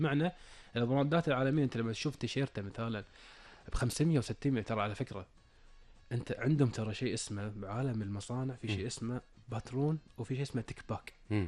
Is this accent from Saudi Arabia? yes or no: no; Kuwait